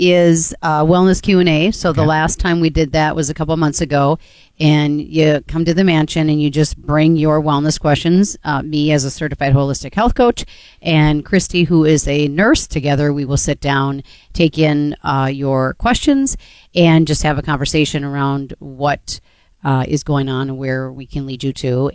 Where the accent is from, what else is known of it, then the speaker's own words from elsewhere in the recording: North Dakota, United States; And I grew up in North Dakota where I don't ever remember any conversations around politics at all.